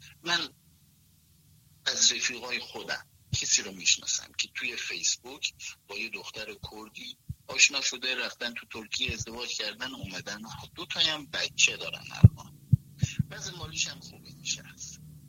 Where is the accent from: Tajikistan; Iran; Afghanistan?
Iran; now in United States; شهر خودم در ایران پاپیچه من شدن، بیا زن بگی، بیا زن واسهت پیدا کنیم، ولی دیگه میبینن که یه پام این کشور یه پام اون کشور